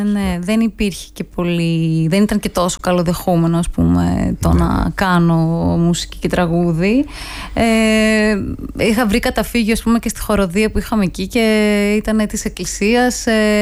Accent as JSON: {"language": "Greek", "town": "Thessaloniki", "region": "Central Macedonia", "country": "Greece", "tie": "born or raised there", "said": "γεννήθηκα και μεγάλωσα στη Θεσσαλονίκη, λίγο πιο έξω από το κέντρο της πόλης."}